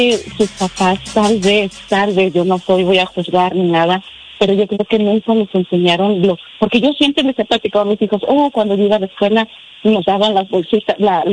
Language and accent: Spanish; Durango, Mexico; haga de cuenta que mis hijos saben de México, porque yo soy de Durango y el papá de ellos es del DF.